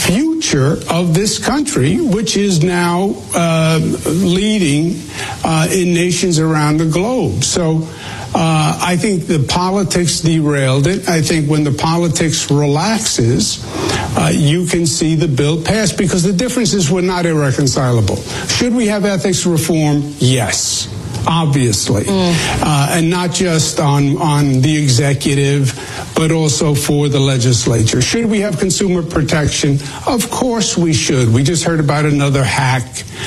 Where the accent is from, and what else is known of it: New York, United States